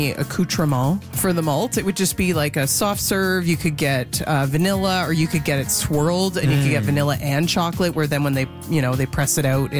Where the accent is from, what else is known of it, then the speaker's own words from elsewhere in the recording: Ontario, Canada; now in Edmonton, Canada; growing up in Ontario.